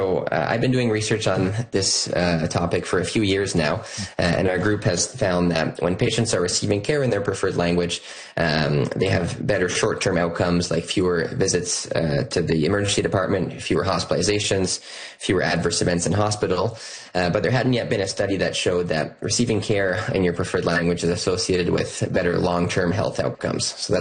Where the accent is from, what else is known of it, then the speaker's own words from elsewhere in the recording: Ottawa, Ontario, Canada; I grew up in Ottawa in a bilingual household, and I did a lot of my schooling, including medical school, in French.